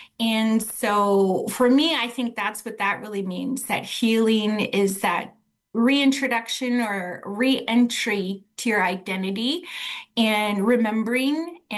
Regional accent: Saskatchewan, Canada; I'm a Cree lady from up north. And my late dad was German, though, but I was always status and connected to Canoe Lake Cree Nation. So, and I was raised in Cree communities.

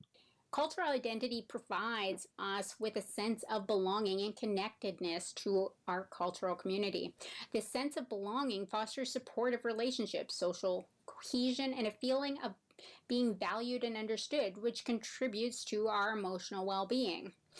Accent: Canada; You know, I'm from Canada, but I can tell you, I've lived in Vancouver for many years

